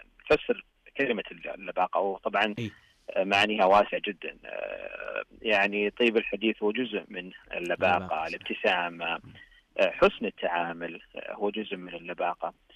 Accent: Saudi Arabia; أولا كمسلمين، ثانيا كسعوديين

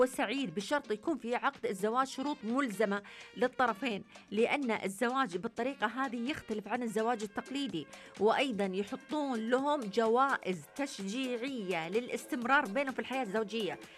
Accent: Saudi Arabia; عندنا في السعودية؟

